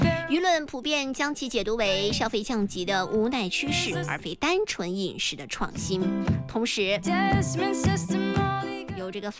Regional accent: China; 作为中国人的这种骄傲。

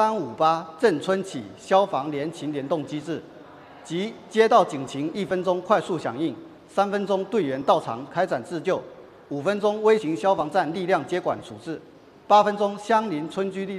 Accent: Chendai, Fujian, China; 作为土生土长的陈岱人，我其实感觉因为这次火灾，我自己也身负一份责任。

